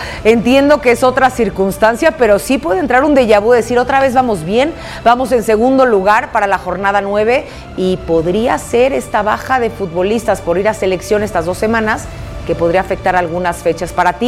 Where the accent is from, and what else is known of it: Mexico